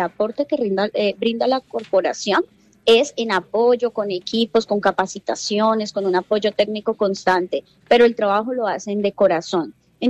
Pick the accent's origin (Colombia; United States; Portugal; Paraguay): Colombia; Huila; nos debe hacer sentir muy orgullosos como huilenses y como colombianos